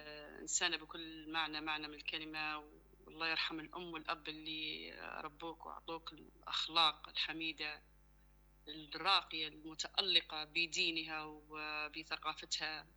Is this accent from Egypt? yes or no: no; Libya; اللي صراحة محتاجين إحنا كشعب ليبي، نموذج يشرف المرأة الليبية